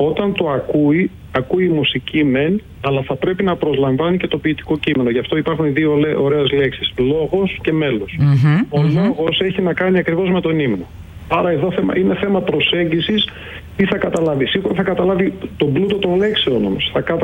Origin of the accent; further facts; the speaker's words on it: Crete, Greece; στη Τρίπολη, που είναι η πατρίδα μου, εντάξει, στην Κρήτη.